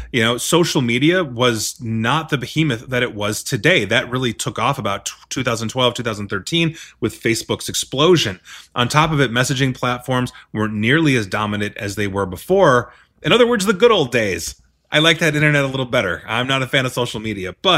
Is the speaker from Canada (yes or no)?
yes; Canada; also born or lived in United States; as both a Canadian and American, I'm a little uneasy about that.